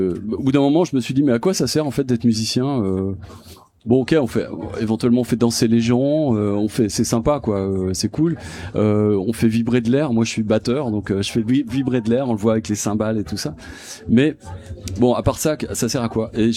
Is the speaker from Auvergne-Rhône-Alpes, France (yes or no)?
no; Saint-Nazaire, Pays de la Loire, France; also born or lived in Nantes; moi, je suis nazérien. Je suis né à Saint-Nazaire. Je suis né à Nantes, mais j'ai vécu à Saint-Nazaire. Comme vous, j'étais adolescent ici. Lycée Aristide Briand